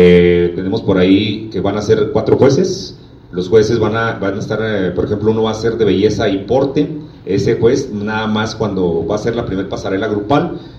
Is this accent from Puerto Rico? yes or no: no; Mexico